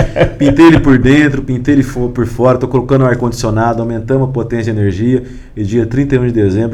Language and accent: Portuguese; Bandeirantes, Paraná, Brazil; moved away as an adult; now in Andirá, Brazil; Eu cresci em Bandeirantes, mas a minha vida profissional foi Andirá que me acolheu, meus filhos nasceram aqui.